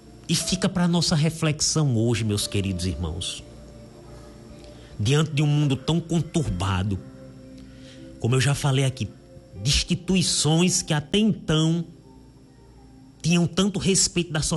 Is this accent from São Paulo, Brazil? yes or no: no; Acari, Rio Grande do Norte, Brazil; born there; ali na região do Seridó, da onde eu nasci, ali em Acari